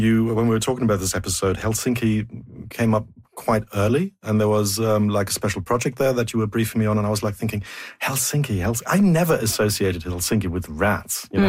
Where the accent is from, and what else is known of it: Germany; born or raised there